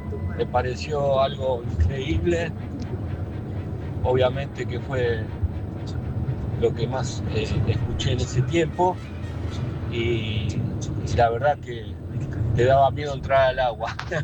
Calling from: Lanús, Buenos Aires Province, Argentina; de Lanús, hincha de River.

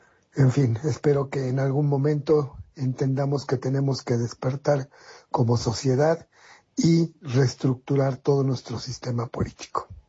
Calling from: State of Mexico, Mexico; del Estado de México.

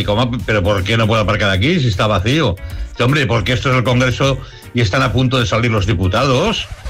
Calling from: Cerdanyola del Vallès, Catalonia, Spain; de Cerdanyola.

